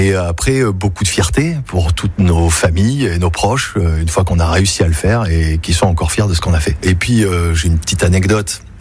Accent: Bordeaux, Nouvelle-Aquitaine, France; also born or lived in Pau; j'ai 56 ans. Je suis né à Pau, mais j'ai vécu depuis ma première année à Bordeaux, donc je suis un Bordelais.

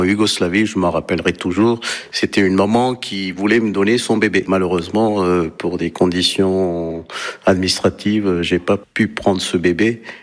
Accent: Nîmes, Occitanie, France; born there; now in La Quinte, France; j'ai 60 ans, je suis né à Nîmes, j'habite à La Quinte, dans la Sarthe, depuis 1985.

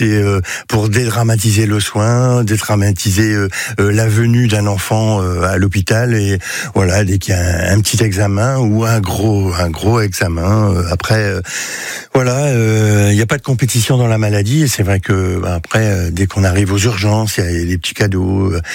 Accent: Lille, Hauts-de-France, France; born there; Moi, je suis né à Lille. Alors, en 1959, j'ai 66 balais, voilà.

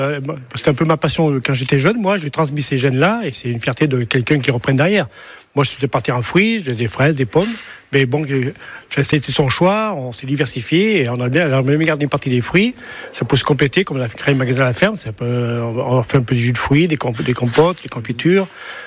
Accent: Auvergne-Rhône-Alpes, France; je suis le paysan, je suis en Ardéchois.

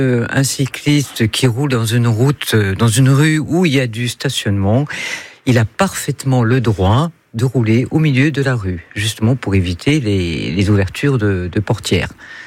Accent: France; chez nous en France

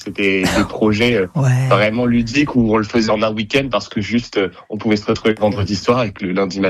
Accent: Nantes, Pays de la Loire, France; Eh bien, on s'est rencontrés tous les deux en classe de 4e à Nantes.

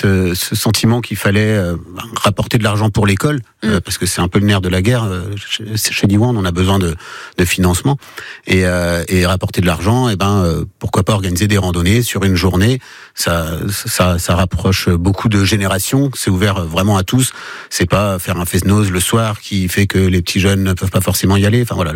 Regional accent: Brittany, France; je suis moi-même bretonnant de l'enfance

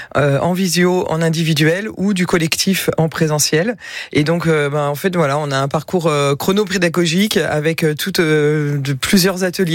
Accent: Besançon, Bourgogne-Franche-Comté, France; moved away; also born or lived in Lyon; je suis byzantine d'origine.

